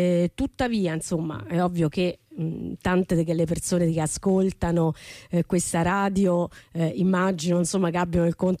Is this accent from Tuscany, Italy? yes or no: yes; Tuscany, Italy; Volevo scrivere delle mille volte in cui da toscani ci siamo canzonati, criticati senza mai avercene a male